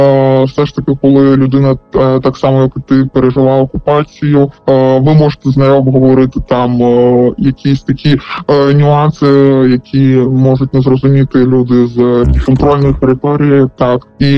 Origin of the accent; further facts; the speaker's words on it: Donetsk Oblast, Ukraine; moved away; я приїхала саме з Донеччини, зі староокупованої території